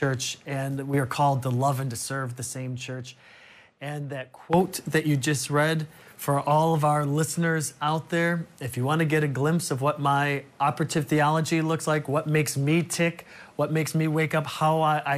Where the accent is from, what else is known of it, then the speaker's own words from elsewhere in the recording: Chicago, Illinois, United States; I come from Chicago, where deep dish and stuffed, yeah.